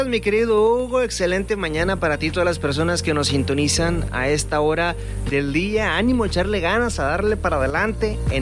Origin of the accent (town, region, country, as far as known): Mexico